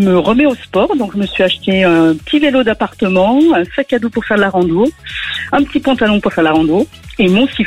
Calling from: Saint-Jean-de-Soudain, Auvergne-Rhône-Alpes, France; j'habite à Saint-Jean-de-Soudun, dans l'Isère

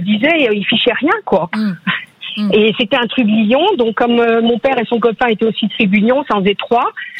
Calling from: Courbevoie, Île-de-France, France; De Courbevoie.

